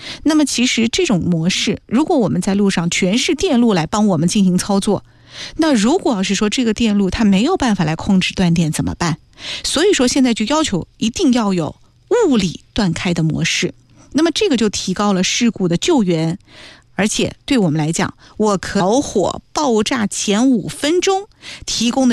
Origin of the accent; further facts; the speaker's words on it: Nanjing, Jiangsu, China; 我们南京人